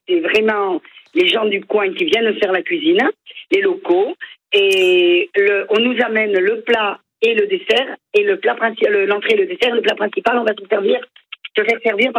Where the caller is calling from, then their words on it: Sarzeau, Brittany, France; je vous appelle de Sarzeau.